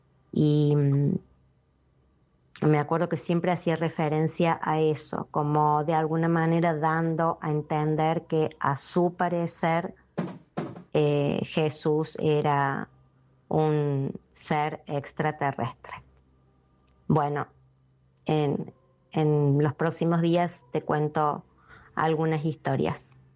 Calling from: Córdoba, Argentina; de Córdoba.

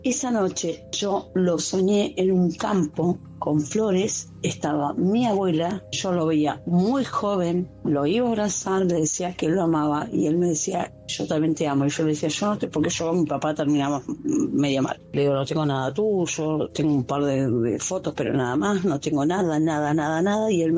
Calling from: Ciudadela, Buenos Aires Province, Argentina; de Ciudadela.

